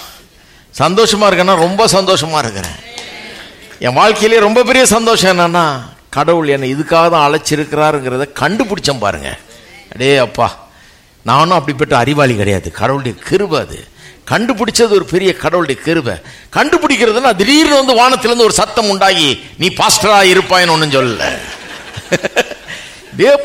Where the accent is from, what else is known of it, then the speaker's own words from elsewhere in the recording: Chennai, Tamil Nadu, India; நான் இந்த சென்னை பட்டணத்துக்காக தமிழ் அறிவை கொடுத்து, எனக்கு தமிழ் கலாச்சாரத்தில் என்னை வளர வச்சு, இந்த ஊரில் என்ன இருக்க வச்சு, ஒரு இந்திய